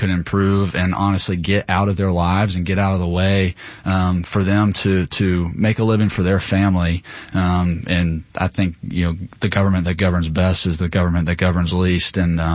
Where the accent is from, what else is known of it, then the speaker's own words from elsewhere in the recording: Milton, United States; So grew up right here in our state house district. So I grew up in Milton, went to Milton High School.